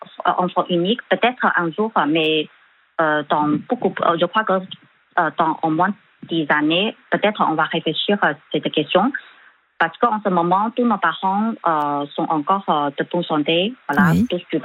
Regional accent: China; French is a second language; now in France; Et chez nous, en Chine, on n'a pas normalement, on justement fait une fête pour tout le monde.

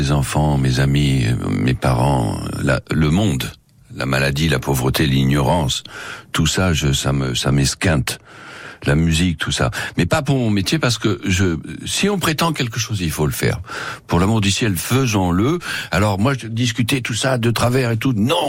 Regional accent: France; En plus, on est français, donc on n'a pas la même approche agressive qu'à l'acteur américain.

